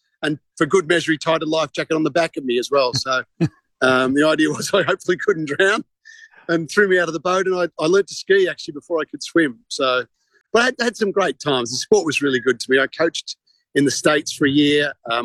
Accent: Australia; And being Australian, they you know, they threw me into it

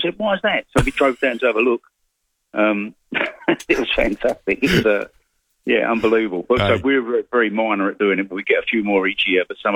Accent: London, United Kingdom; No, we didn't, because I'm from London.

